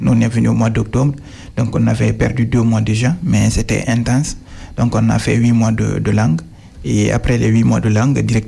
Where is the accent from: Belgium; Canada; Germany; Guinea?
Guinea; moved away as an adult; also born or lived in Odessa, Ukraine; now in France; C'est mon pays d'origine